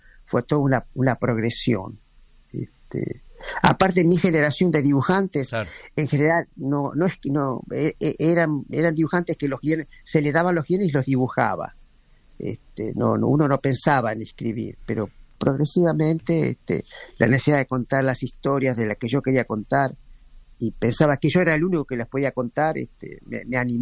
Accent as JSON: {"language": "Spanish", "region": "Buenos Aires", "country": "Argentina", "tie": "born there", "also_born_or_lived": "Mercedes, Corrientes", "said": "Y nací en Buenos Aires."}